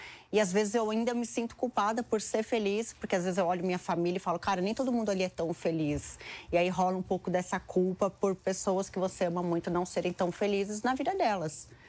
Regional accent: São Paulo, Brazil; born there; Sou nascida em São Paulo, 5 irmãos, nós somos em 5 filhos.

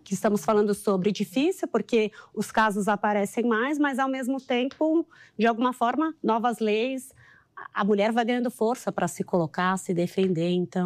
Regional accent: Campinas, São Paulo, Brazil; moved away as an adult; now in São Paulo, Brazil; Sou de Campinas.

